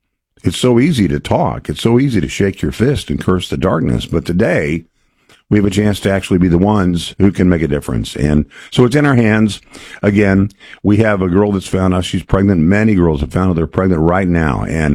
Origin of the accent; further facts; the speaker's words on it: Texas, United States; Texas, very, very conservative on this issue, my home state